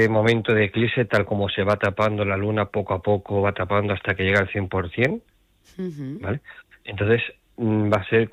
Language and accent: Spanish; Elche, Valencian Community, Spain; yo no me encuentro en Castellón, estoy en mi tierra, en Elche.